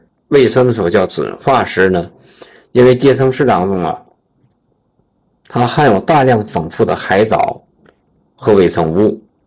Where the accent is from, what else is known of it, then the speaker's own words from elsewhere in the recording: Tianjin, China; 作为咱们天津人